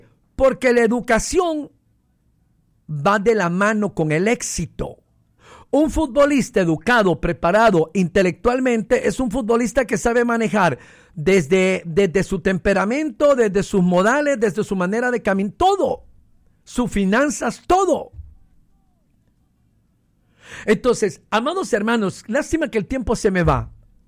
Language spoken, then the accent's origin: Spanish; Honduras; born there; mi nana es hondureña y para los que les gusta señalar, nací aquí, en Honduras. Soy catracho, de tatamuco.